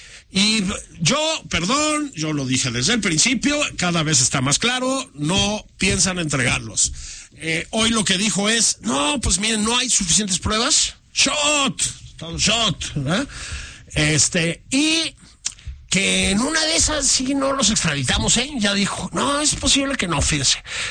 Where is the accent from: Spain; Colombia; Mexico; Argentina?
Mexico; Somos muy hospitalarios los mexicanos.